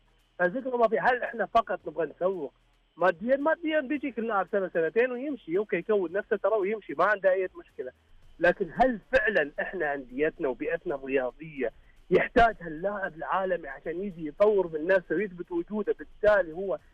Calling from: Al-Ahsa, Eastern Province, Saudi Arabia; انا حساوي

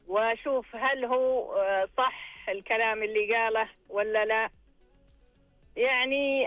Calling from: Riyadh, Riyadh Province, Saudi Arabia; والله من الرياض.

